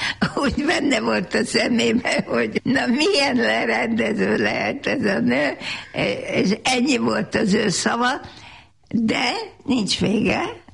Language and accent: Hungarian; Hungary; Magyarországról jövök.